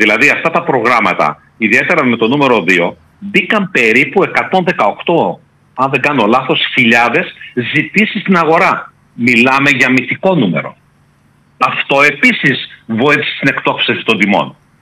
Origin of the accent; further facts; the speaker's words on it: Greece; επειδή είμαστε Έλληνες